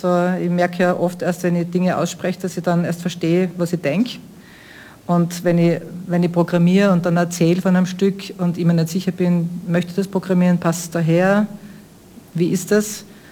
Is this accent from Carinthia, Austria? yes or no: no; Schladming, Styria, Austria; born there